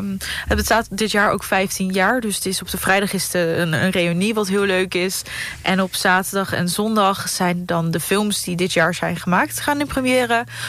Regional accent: Apeldoorn, Gelderland, Netherlands; Voornamelijk omdat ik zelf uit Apeldoorn kom.

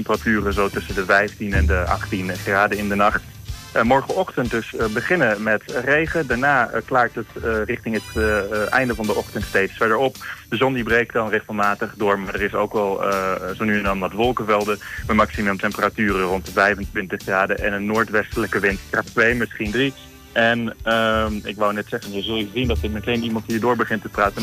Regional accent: Netherlands; En we zijn nu even in Italië, in de Carrefour, als echte Hollanders boodschappen doen.

